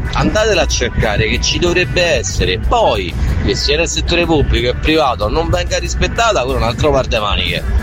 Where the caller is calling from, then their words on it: Pomezia, Lazio, Italy; Io vengo da Pomezia